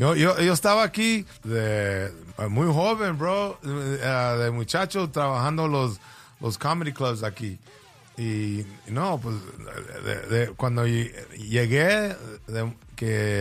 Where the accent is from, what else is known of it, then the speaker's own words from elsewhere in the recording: Mexico; born there; Spanish is a second language; Mira, te voy a decir que mi español... Yo nací en México, ¿verdad?